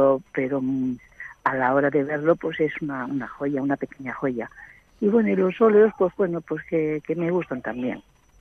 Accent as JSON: {"language": "Spanish", "town": "Madrid", "region": "Community of Madrid", "country": "Spain", "said": "Sí, sí, yo soy de Madrid."}